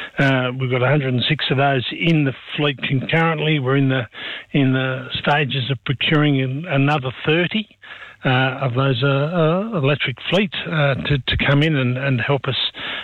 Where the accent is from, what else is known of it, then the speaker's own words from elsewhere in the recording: New South Wales, Australia; I grew up in the Bill Connon region and went to Canberra High School.